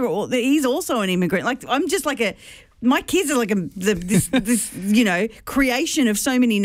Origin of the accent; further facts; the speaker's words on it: Australia; No, very Australian. I'm just Australian. Like, I'm born here.